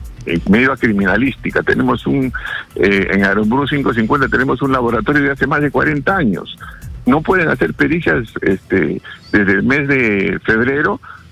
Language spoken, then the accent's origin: Spanish; Peru